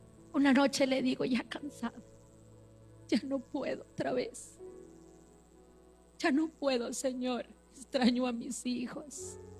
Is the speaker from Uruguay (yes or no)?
no; Colombia; Yo, ¿de dónde eres? De Colombia. Siempre era porque me vendían como extranjera.